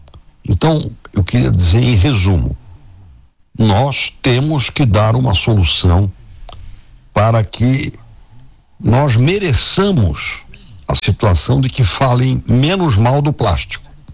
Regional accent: Santa Catarina, Brazil; eu pessoalmente, sinceramente, me sentisse orgulhoso como catarinense

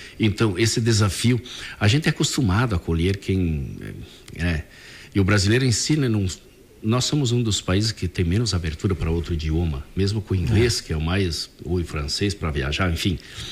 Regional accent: Sarandi, Brazil; born there; moved away; Eu vejo lá em Sarandi, na minha terra

